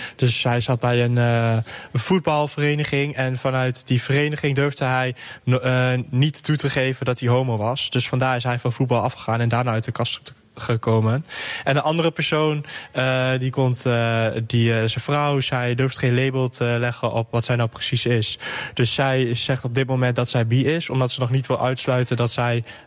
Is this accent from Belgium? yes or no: no; Buurse, Overijssel, Netherlands; Ja, ik ben zelf homo, ik val op jongens. En ik kom zelf dus uit Buurssen, een klein dorpje uit het oosten.